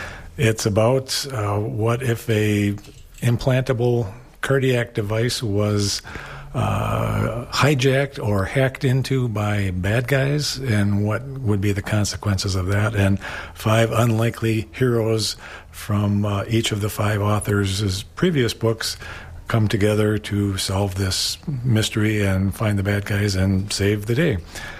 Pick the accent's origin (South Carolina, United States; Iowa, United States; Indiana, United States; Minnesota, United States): Minnesota, United States; Owatonna; I am from Owatonna, Minnesota.